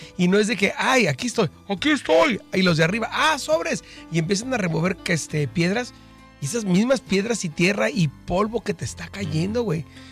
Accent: Mexico; Como mexicanos ya lo vivimos en diferentes etapas de la vida de nuestro país

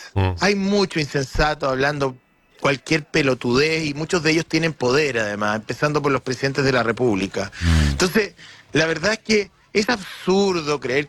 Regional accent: Chile; Yo soy orgullosamente chileno, orgullosamente chileno.

